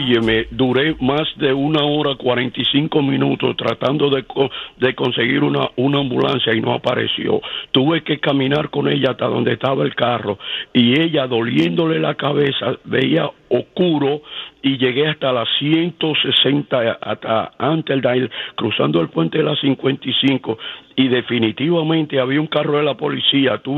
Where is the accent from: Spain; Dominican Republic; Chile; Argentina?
Dominican Republic; Santo Domingo, Distrito Nacional; Sencillamente del San Carlos, de la capital.